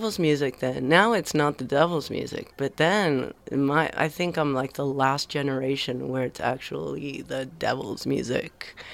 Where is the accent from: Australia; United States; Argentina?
Argentina; moved away; You know, I'm from Argentina.